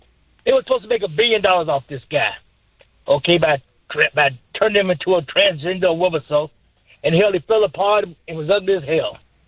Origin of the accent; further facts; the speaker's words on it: Chicago, Illinois, United States; I'm 72 years old. I was born in Chicago, raised in Chicago, and helped make Chicago.